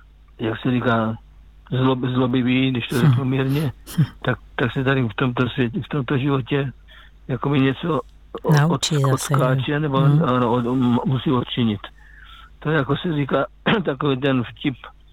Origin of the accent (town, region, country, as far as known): Žeravice, South Moravian Region, Czechia; born or raised there; also born or lived in Kopřivnice